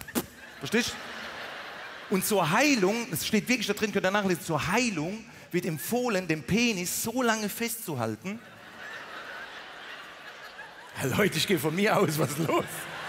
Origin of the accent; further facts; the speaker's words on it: Mannheim, Baden-Württemberg, Germany; Weil bei uns in Monnem, in Mannheim, Monnem, da gibt es einen Bahnhof und eine Führung.